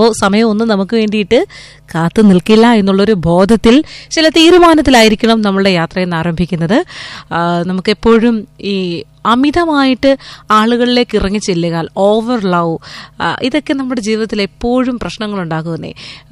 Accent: Karunagappally, Kerala, India; നമ്മൾ കരുതാപ്പള്ളിക്കാരുടെ ഒരു പ്രത്യേകത

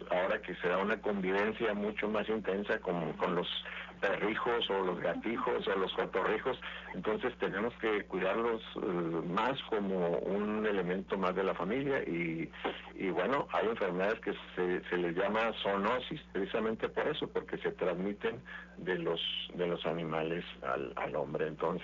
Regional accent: Mexico; están como los mexicanos cuando queremos brincar a Estados Unidos de manera ilegal

